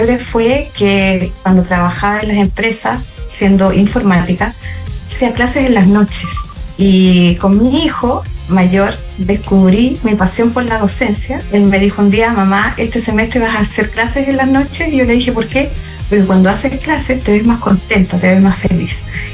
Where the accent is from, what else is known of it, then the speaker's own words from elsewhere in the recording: Valdivia, Los Ríos, Chile; born there; moved away as an adult; me encantaría volver a la ciudad donde nací y estudié en la Universidad Austral de acá de Valdivia